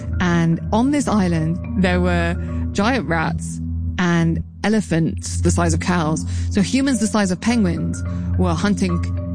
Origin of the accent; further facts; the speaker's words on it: Birmingham, West Midlands, United Kingdom; Birmingham, England.